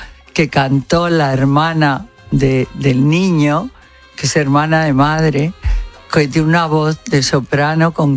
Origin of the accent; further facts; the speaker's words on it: Spain; Pues sí, claro que lo veo, pero ¿cómo no lo voy a ver si soy española a muerte?